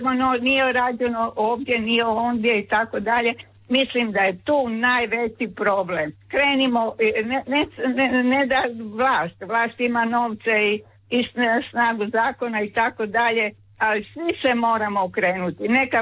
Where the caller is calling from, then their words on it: Primorje-Gorski Kotar County, Croatia; kod nas na Vežici je druga stvar.